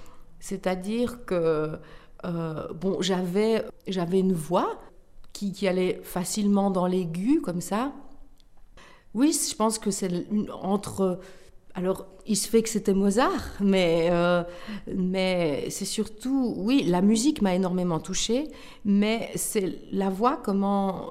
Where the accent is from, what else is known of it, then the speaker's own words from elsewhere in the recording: Verviers, Wallonia, Belgium; je suis née à Verviers, oui. Comme